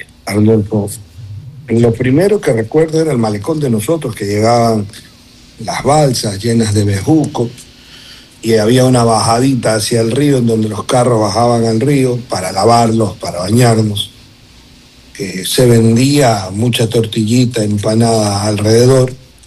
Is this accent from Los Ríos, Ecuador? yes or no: yes; Quevedo, Los Ríos, Ecuador; en esta nuestra ciudad Quevedo